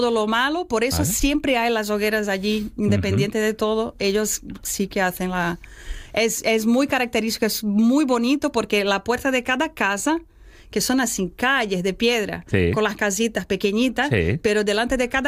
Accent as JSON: {"language": "Spanish", "country": "Brazil", "moved": "yes", "lives_now": "Galicia, Spain"}